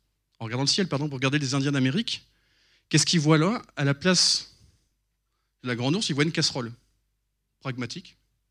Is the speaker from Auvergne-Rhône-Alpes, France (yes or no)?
no; Brittany, France; Je suis breton